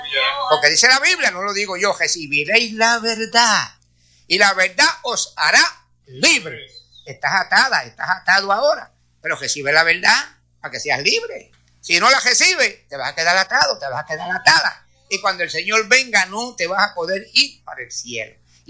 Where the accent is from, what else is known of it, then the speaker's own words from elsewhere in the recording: Corozal, Puerto Rico; born there; en el pueblo de Corozal, en mi pueblo